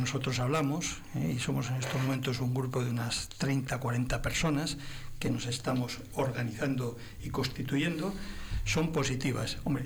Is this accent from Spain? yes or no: yes; Segovia, Castile and León, Spain; somos todos segovianos y sentimos Segovia